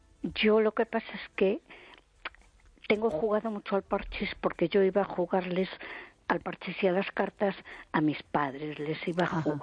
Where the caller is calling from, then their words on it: A Coruña, Galicia, Spain; de Coruña.